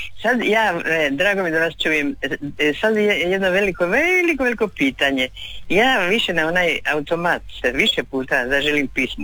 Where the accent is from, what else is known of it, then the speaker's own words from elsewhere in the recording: Brod-Posavina County, Croatia; Ja sam rođena u srcu Varoša, mm-hmm. Kraj škole, Petra Preradovića ili centar.